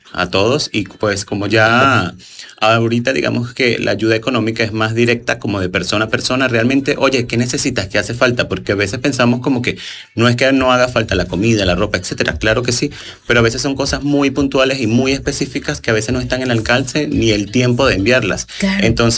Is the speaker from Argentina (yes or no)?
no; Venezuela; para nuestros hermanos venezolanos, y me incluyo pues como paisano venezolano